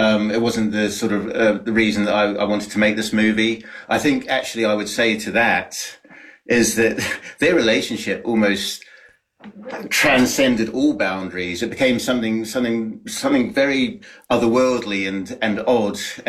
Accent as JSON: {"language": "English", "country": "New Zealand", "lives_now": "United Kingdom", "said": "I'm in the UK. The producer, Matthew Metcalf, GFC Films, they're in New Zealand. I'm a Kiwi."}